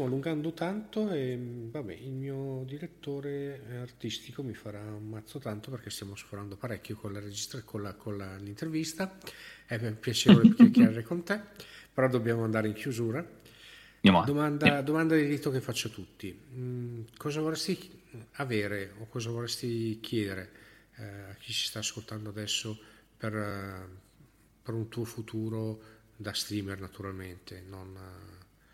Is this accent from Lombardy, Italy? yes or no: yes; Bergamo, Lombardy, Italy; io sono di Bergamo